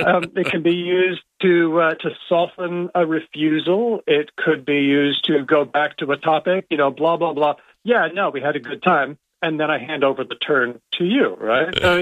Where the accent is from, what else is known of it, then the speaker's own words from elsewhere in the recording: Australia; We Australians are pretty sensitive about creeping Americanisms.